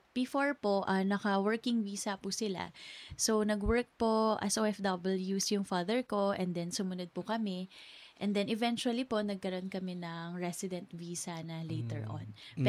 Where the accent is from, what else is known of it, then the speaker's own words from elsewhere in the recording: Bahrain; So I grew up in Bahrain, so since beginning 1995, so 5 years old pa lang po ako. So mula kinder, elementary hanggang high school doon po talaga ako nag-aral.